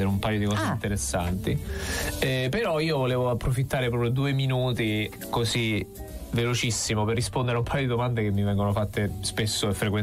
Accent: Taranto, Apulia, Italy

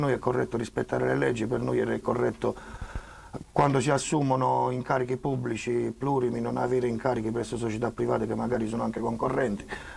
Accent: Taranto, Apulia, Italy; Io sono tarantino, tante generazioni

